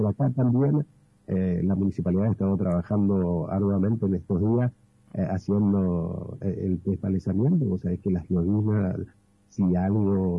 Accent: Argentina; soy capitalino

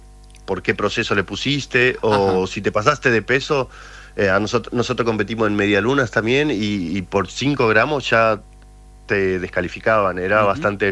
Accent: Puerto Madryn, Chubut, Argentina; Yo te escuchaba igual, yo todavía no llegué a Puerto Madryn, estoy en Buenos Aires.

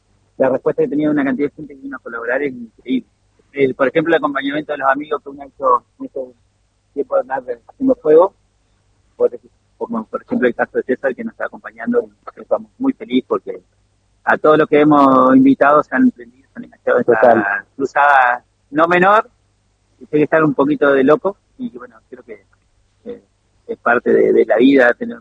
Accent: Viale, Entre Ríos, Argentina; born there; yo acá a 50 kilómetros tengo, donde nací en Viales, tengo un ciclo 2, un pequeño lugar donde procesamos la carne.

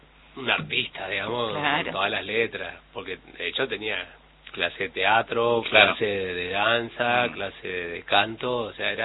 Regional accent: Chaco, Argentina; No, por favor, yo vengo del Chaco.

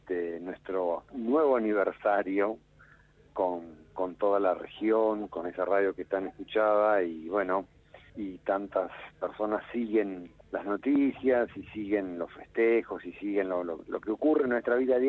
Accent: Valle María, Entre Ríos, Argentina; los que somos de Valle María somos de una región, todos vecinos, todos conocidos

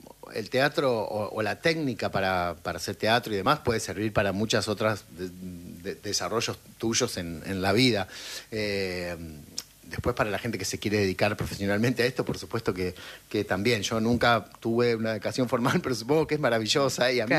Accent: Gálvez, Santa Fe, Argentina; also born or lived in Junín; básicamente soy de Galvez

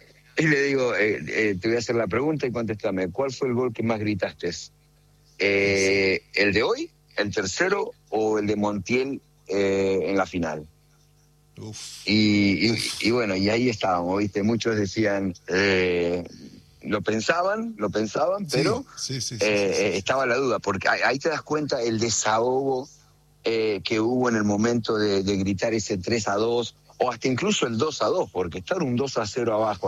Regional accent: Argentina; Hoy somos todos argentinos.

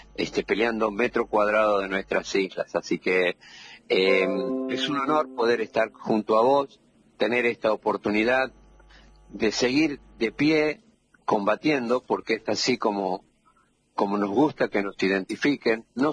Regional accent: Argentina; somos argentinos

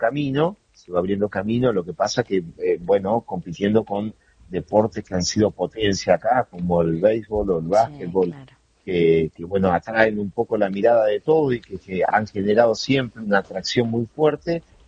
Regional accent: Argentina; now in United States; esta fiesta del fútbol que tanto nos apasiona a los argentinos.

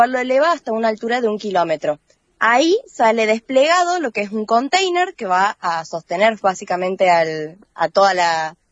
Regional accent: Córdoba, Argentina; moved away as an adult; now in Villa Mercedes, Argentina; yo vengo de Córdoba

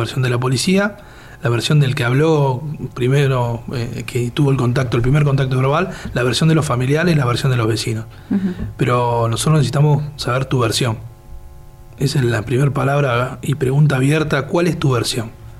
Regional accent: Argentina; porque somos argentinos, digo yo

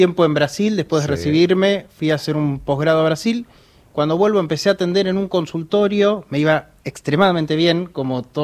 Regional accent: Buenos Aires, Argentina; Acá soy porteño.

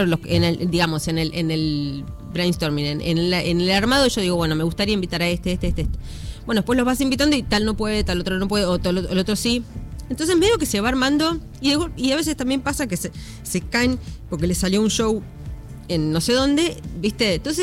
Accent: Argentina; el momento que estemos atravesando nosotros como argentinos

